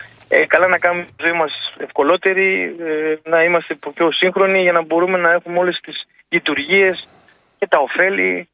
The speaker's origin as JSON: {"language": "Greek", "country": "Greece"}